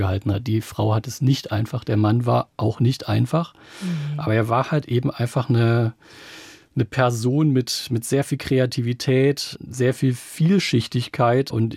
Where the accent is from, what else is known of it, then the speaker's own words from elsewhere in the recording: Saxony, Germany; ich bin ja auch ein Sachse